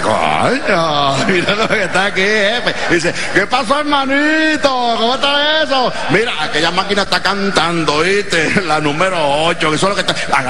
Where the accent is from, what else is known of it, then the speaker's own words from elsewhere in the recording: Venezuela; nosotros como producto venezolano hemos viajado todo el mundo